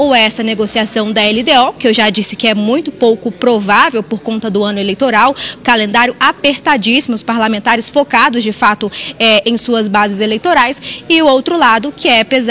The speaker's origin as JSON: {"language": "Portuguese", "country": "Brazil", "said": "Nós que somos brasileiros"}